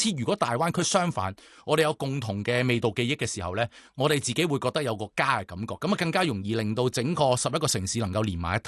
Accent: Fujian, China; 尤其是我係作为福建人啦、我哋最鍾意就问你系咩人啦，知道你是福建人就会对一对你究竟系边个嘅院士啦

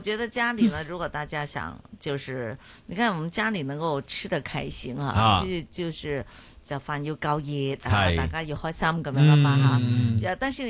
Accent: Guangdong, China; 是不是我们潮州人的饭？

